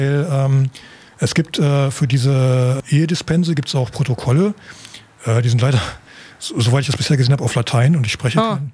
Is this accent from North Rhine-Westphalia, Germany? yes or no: yes; North Rhine-Westphalia, Germany; also wenn man in die Gegend geht, wo ich herkomme, in Westfalen, ich bin nicht auf dem Dorf geboren, aber ich glaube so die ersten Jahre meines Lebens auf dem Dorf verbracht.